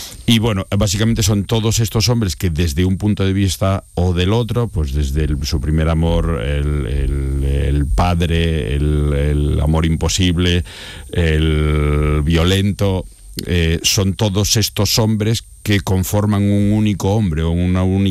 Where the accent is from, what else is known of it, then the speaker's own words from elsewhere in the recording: Galicia, Spain; yo como gallego que soy y con mucho contacto que tengo con el mundo argentino